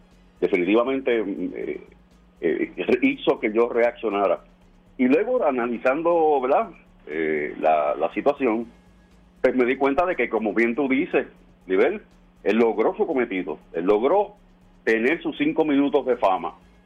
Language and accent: Spanish; Fajardo, Puerto Rico; siempre he destacado el hecho de que soy de Fajardo. Soy un cariduro de los de verdad, de Fajardo.